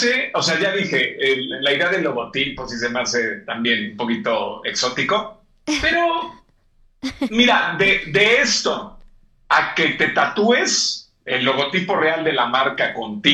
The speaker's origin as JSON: {"language": "Spanish", "town": "Cancún", "region": "Quintana Roo", "country": "Mexico", "tie": "born or raised there", "moved": "yes", "said": "yo que crecí en Cancún"}